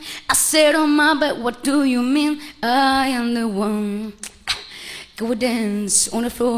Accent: Atacames, Esmeraldas, Ecuador; now in Manta, Ecuador; Estudié en Esmeraldas. O sea, yo soy de Esmeraldas.

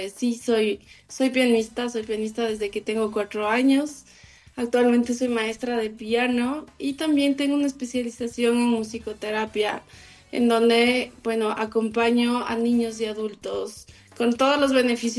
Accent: Ambato, Tungurahua, Ecuador; Yo soy Gambato y esto, todo esto está pasando en Gambato.

